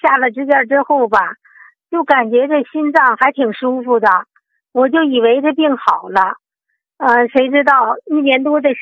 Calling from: Zibo, Shandong, China; 啊，我是淄博张店区的啊。

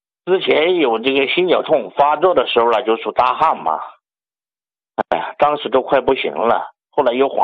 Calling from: Yibin, Sichuan, China; 我是四川宜宾的。

